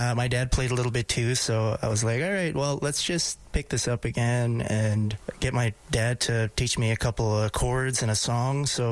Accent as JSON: {"language": "English", "town": "Wabasca", "region": "Alberta", "country": "Canada", "tie": "born or raised there", "said": "So I grew up in Wabasca. It's about 3 hours north of Edmonton. A little small town, you know, a little bit of municipality, a little bit of reserve."}